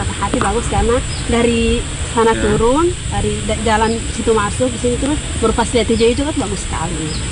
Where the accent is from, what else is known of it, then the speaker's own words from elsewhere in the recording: Alor, East Nusa Tenggara, Indonesia; Dari Alor, tinggalnya di Selamat Jalan.